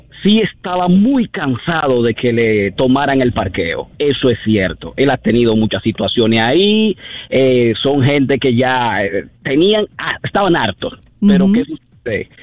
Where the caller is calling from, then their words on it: Ciudad Juan Bosch, Santo Domingo, Dominican Republic; yo soy residente de Ciudad Juan Bosch.